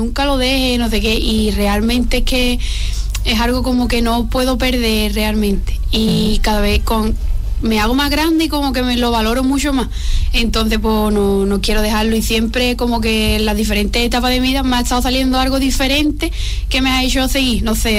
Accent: Arcos de la Frontera, Andalusia, Spain; porque somos de pueblos diferentes, de Espera, y Íñigo y yo somos de aquí de Arco.

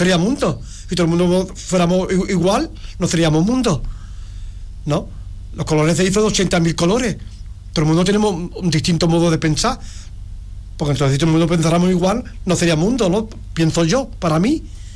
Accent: Arcos de la Frontera, Andalusia, Spain; moved away as an adult; also born or lived in Basque Country; me jubilé, a los 13 días estaba aquí en Arco, en mi tierra. Porque yo soy de Arco, siempre me ha... 35 años me he tirado el País Vasco, todos los años venía a Arco.

